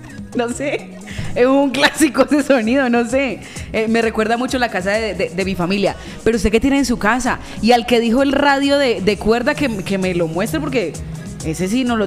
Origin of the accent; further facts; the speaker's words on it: Colombia; nos caracterizan como colombianos